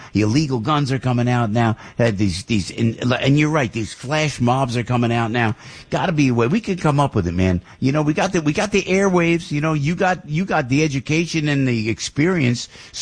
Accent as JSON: {"language": "English", "town": "Passaic", "region": "New Jersey", "country": "United States", "tie": "born there", "said": "I go to Paterson, New Jersey, man. I was born in Passaic, New Jersey, right next door, you know? Family grew up in Newark, New Jersey."}